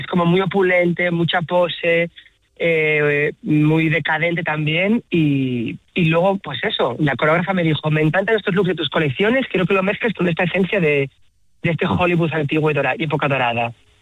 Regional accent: Asturias, Spain; Y es eso, llevar una pieza, un trocito del Cantábrico y de mi pueblo encima. Y hacemos joyas, hacemos collares y eso. Yo soy de Barrer para Casa y Asturias me inspira mucho, mi familia me inspira mucho.

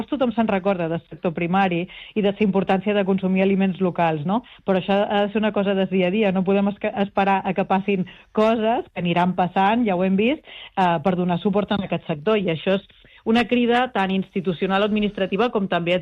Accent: Ibiza, Balearic Islands, Spain; per exemple, visc a una illa petita, jo sóc d'Eivissa

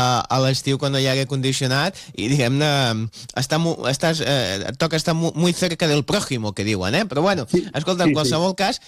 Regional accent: Barcelona, Catalonia, Spain; Jo que sóc de Sants veig passar molts trens

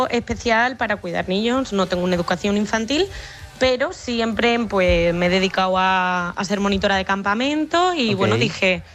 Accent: Extremadura, Spain; accent: Madrid; also born or lived in Madrid; Pues es que el acento es un poco tirando de Madrid porque nací en Madrid, pero soy extremeña y defiendo mucho mi orgullo extremeño.

